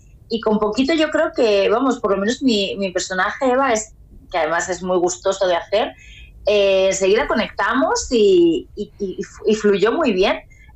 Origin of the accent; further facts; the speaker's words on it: Castilla-La Mancha, Spain; yo como castellano manchega, pues orgullosa